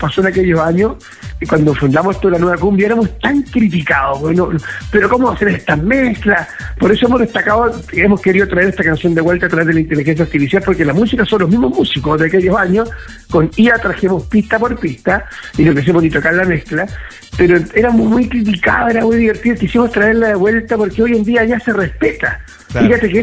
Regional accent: Santiago, Santiago Metropolitan Region, Chile; now in Colina, Chile; Yo soy de Santiago, vivo aquí en la comuna de Colina, compadre

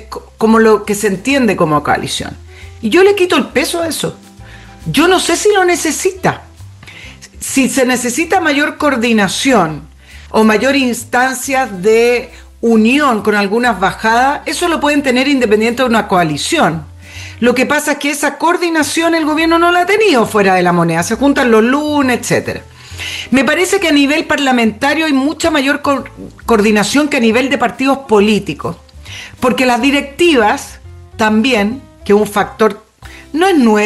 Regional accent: Chile; somos chilenos

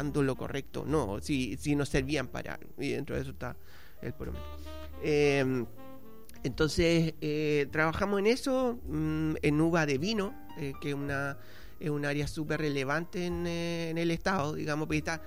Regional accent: Chile; moved away as an adult; also born or lived in Washington, United States

